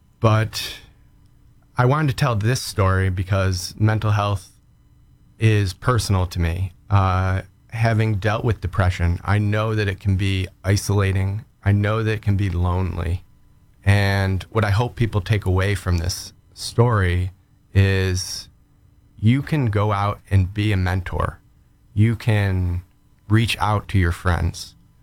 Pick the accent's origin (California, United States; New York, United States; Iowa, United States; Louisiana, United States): New York, United States; Buffalo; moved away; I'm from Buffalo, New York, and I've kind of lived in different parts of the country.